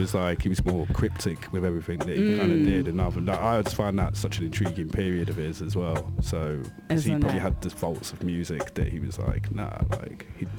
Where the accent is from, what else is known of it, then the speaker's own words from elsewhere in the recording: Sheffield, Yorkshire and the Humber, United Kingdom; also born or lived in London; I hail from London originally, but I grew up in Sheffield.